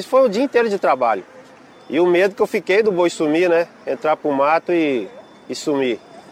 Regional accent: Goiás, Brazil; Sou goiano, moro em Goiás, Uruaçu, né? Interior de Goiás aqui.

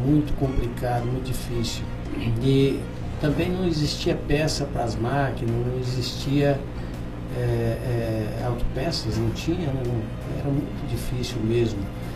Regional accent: Paraná, Brazil; moved away as an adult; also born or lived in Primavera do Leste, Mato Grosso; now in Porto Alegre do Norte, Brazil; Eu sou paranaense e criado na agricultura familiar.

